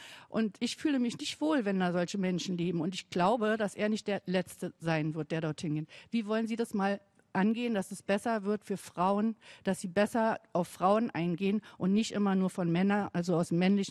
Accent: Berlin, Germany; Gestern habe ich erfahren, dass bei mir an der Osloer Straße, ich bin aus dem Wedding, ein Park, Drogenpark hieß oder so im Internet

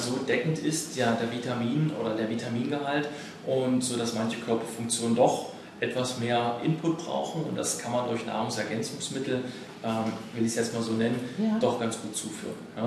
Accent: Halle, Saxony-Anhalt, Germany; Ich komme aus Halle. Und hatte halt in dem Umkreis geschaut, was ist so halbe Stunde bis 40 Minuten von meinem Wohnort entfernt.

